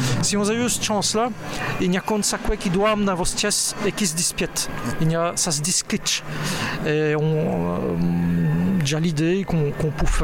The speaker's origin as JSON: {"language": "French", "town": "Namur", "region": "Wallonia", "country": "Belgium", "tie": "born or raised there", "said": "J'ai venu au monde à Namur."}